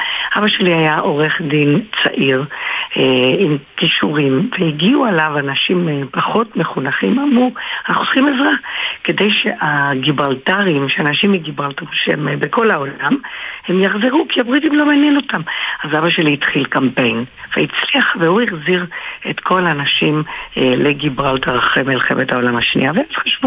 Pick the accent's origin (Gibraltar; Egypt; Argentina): Gibraltar; נכון, גדלתי בגיברלטר.